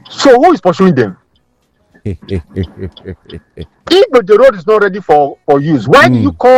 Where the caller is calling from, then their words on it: Aja, Lagos, Nigeria; calling from Aja.